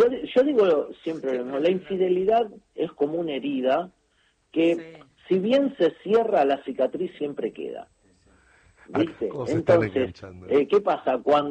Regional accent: Buenos Aires, Argentina; Nosotros somos de Buenos Aires

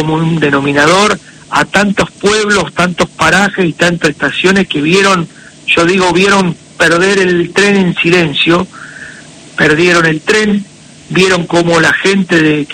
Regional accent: Timote, Buenos Aires Province, Argentina; vuelvo a Timote, sí, y no podía llegar. Llegué a Tejedor por ruta, por General Villegas, por Intendente Alvear, General Villegas, llegué a Tejedor y no podía llegar a Timote, donde yo me iba a radicar en mi pueblo

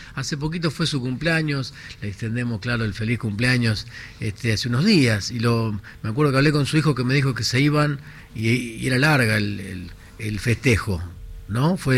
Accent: Córdoba, Argentina; now in Buenos Aires, Argentina; yo soy cordobés, entonces recuerdo acá en Buenos Aires muy difícil conseguir esa uva. Pero en Córdoba, las parras de mi abuela

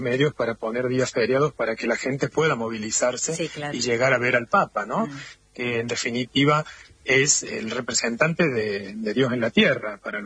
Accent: Córdoba, Argentina; now in Italy; Soy cordobés, no sé si se siente la tona.

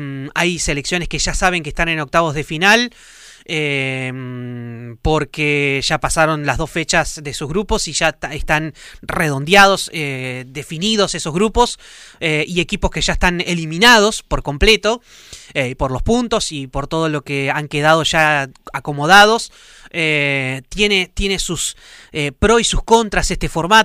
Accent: Argentina

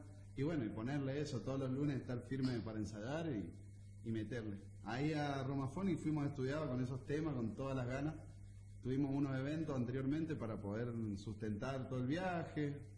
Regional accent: Villa Atuel, Mendoza, Argentina; now in San Rafael, Argentina; empecé a tocar folclore hasta que me vine a vivir acá, a San Rafael. Yo soy de Villatuel.

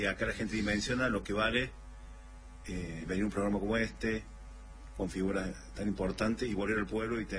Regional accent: La Cumbre, Córdoba, Argentina; estamos a 100 kilómetros de Córdoba capital, pasando por Los Paz, La Falda, esa zona de Capilla del Monte, La Cumbre. Yo soy La Cumbre

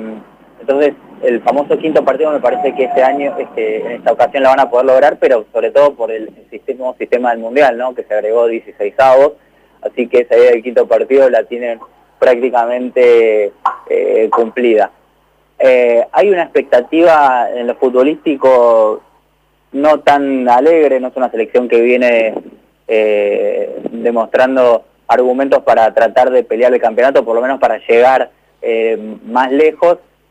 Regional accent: Buenos Aires, Argentina; now in Miami, United States; Y algunos precios me animo a decir que son más baratos que por lo menos Buenos Aires, que es de donde yo vengo.

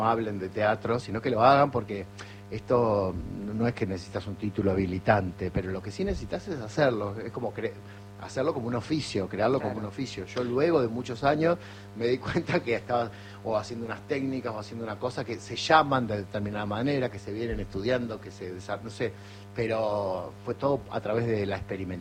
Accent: Gálvez, Santa Fe, Argentina; also born or lived in Junín; Sí, básicamente soy de Gálvez, sí.

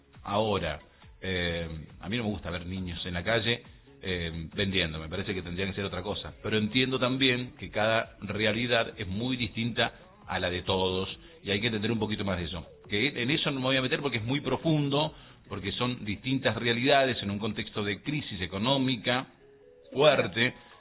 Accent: Rama Caída, Mendoza, Argentina; mí de chica me tocó pedir en la calle era porque mi madre no tenía trabajo. Y hoy eso yo lo detesto. … de Rama Caída.

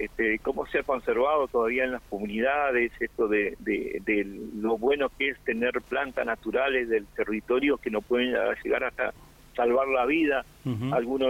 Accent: Puerto Santa Cruz, Santa Cruz, Argentina; micrófono que no nací en Puerto Santa Cruz, pero cuando llegué en el 80, yo llegué en febrero, marzo, y por eso nombro tanto al Calpelú, llegué en cuarto grado

